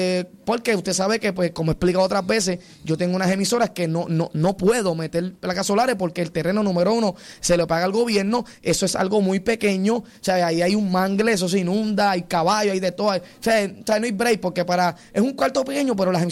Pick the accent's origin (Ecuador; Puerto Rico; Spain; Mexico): Puerto Rico; yo soy puertorriqueño, no porque sea pastor no me duele, no porque sea ungido, no, yo estoy aquí en Puerto Rico, vivo en Puerto Rico, amén, tengo hijos, tengo familia